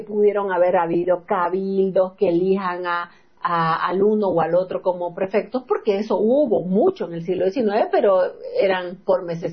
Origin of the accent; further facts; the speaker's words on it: Santa Cruz, Bolivia; los cruceños solo pensamos en mirarnos el ombligo